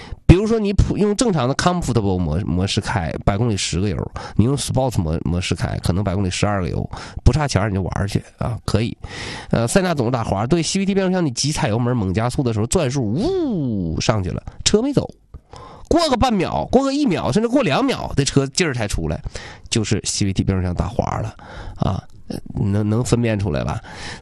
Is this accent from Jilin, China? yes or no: yes; Changchun, Jilin, China; 我首选我长春人啊，